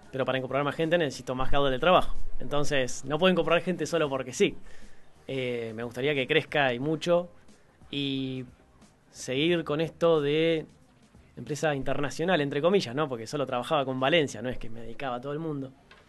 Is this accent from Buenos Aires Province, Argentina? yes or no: yes; Bahía Blanca, Buenos Aires Province, Argentina; Sí, soy de Bahía, tengo familia en Pigüey y Saavedra, pero soy oriundo de acá de Bahía.